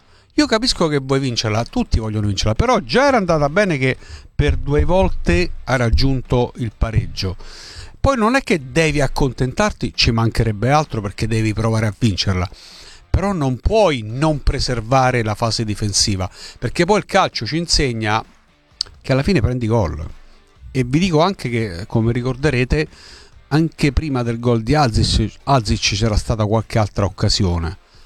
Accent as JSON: {"language": "Italian", "region": "Abruzzo", "country": "Italy", "tie": "born or raised there", "said": "io sono nato e cresciuto in Abruzzo"}